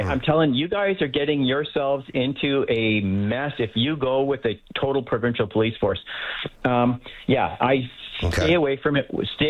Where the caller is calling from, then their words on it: Chilliwack, British Columbia, Canada; I'm calling from British Columbia, Chilliwack, BC. From my perspective as an outsider